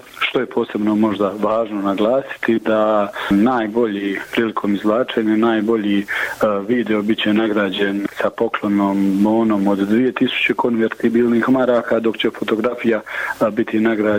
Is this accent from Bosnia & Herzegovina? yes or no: yes; Herzegovina, Bosnia & Herzegovina; ovdje kod nas u Hercegovini.